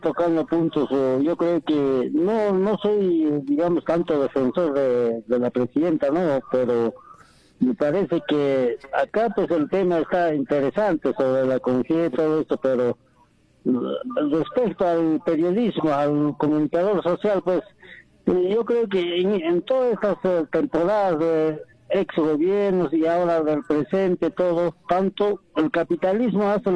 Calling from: Cabanilla, Puno, Peru; estoy llamando del distrito Cabanilla, de mucho tiempo, doctor.

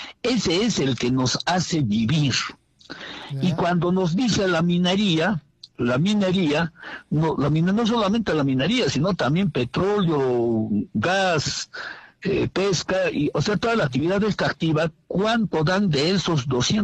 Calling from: Puno, Peru

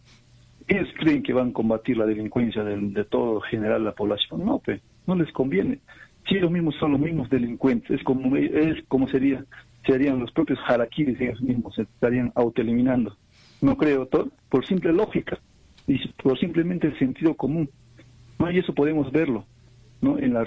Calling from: Juliaca, Puno, Peru; de Juliaca.

